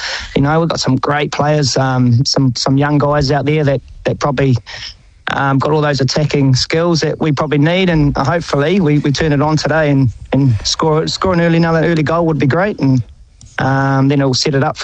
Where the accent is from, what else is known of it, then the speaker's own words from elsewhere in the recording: Napier, Hawke's Bay, New Zealand; we're all from Napier